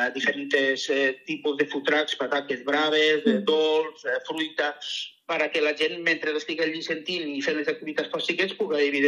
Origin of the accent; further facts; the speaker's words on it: Rossell, Valencian Community, Spain; vam considerar que Rossell era un bon lloc, perquè nosaltres som de Rossell, per fer una miqueta de territori i de pertenència